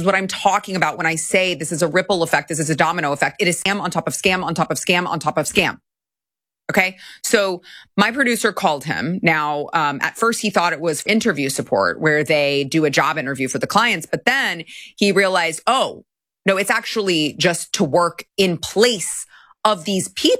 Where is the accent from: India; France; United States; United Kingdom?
India; I am Indian, and my top 100 enemies in this world and USA are fellow Indians.